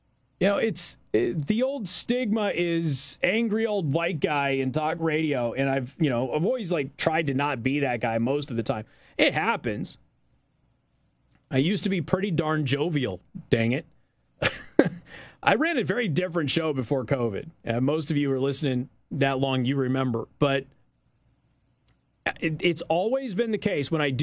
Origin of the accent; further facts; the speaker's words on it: Logansport, Indiana, United States; Casey, I grew up in Logansport. In the 1970s, that Tyson plant was a meat processing plant named Wilson's.